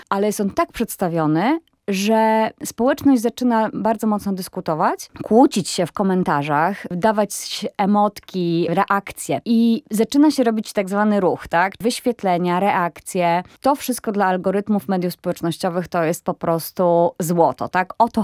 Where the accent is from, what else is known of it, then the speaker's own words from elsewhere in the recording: Łódź, Łódź Voivodeship, Poland; bo jestem łodzianką i piotrkowską znam jak własną kieszeń